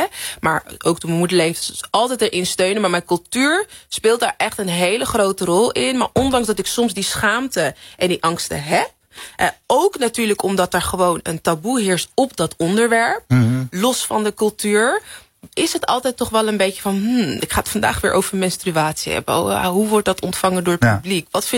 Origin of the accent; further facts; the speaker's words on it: Netherlands; ik ben geboren getogen in Nederland, maar ik ben wel opgevoed in een echt Nigeriaans huis.